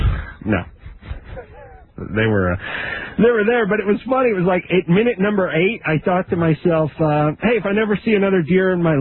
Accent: North Hollywood, California, United States; I grew up in North Hollywood, and someone said there was some sort of mandate when I was born.

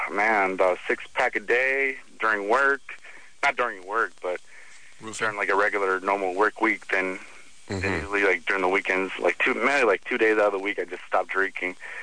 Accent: Long Beach, California, United States; Yeah, I'm 19 years old, but I'm kind of from Long Beach.

